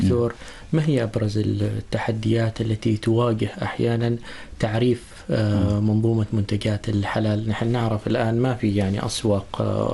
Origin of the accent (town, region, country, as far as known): Oman